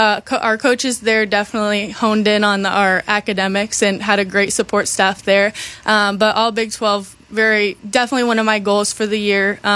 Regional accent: Papillion, Nebraska, United States; Yeah, so I grew up in Papillion, and then I kind of always knew I wanted to go play a sport in college.

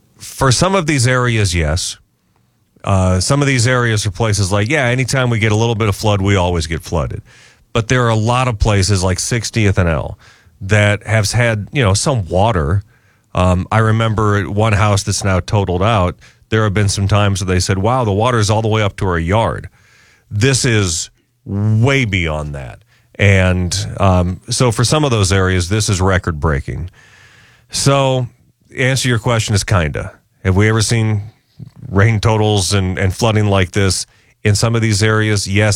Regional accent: Omaha, Nebraska, United States; since I've been back here in my hometown of Omaha on this radio station for the last 20 years

